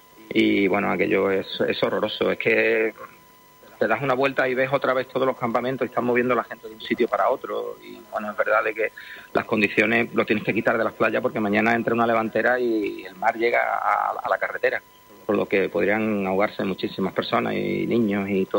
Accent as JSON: {"language": "Spanish", "country": "Spain", "said": "primero soy español y tampoco tengo por qué abandonar mi tierra ni tengo por qué irme de aquí"}